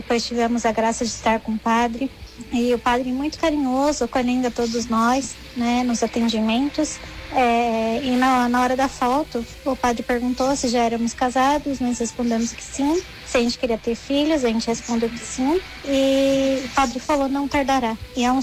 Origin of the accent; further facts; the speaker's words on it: Paulínia, São Paulo, Brazil; sou aqui de Paulínia, São Paulo.